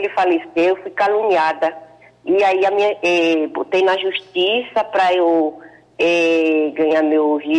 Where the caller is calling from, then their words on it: Catu, Bahia, Brazil; Eu falo da cidade de Catu, do interior da Fazenda Matão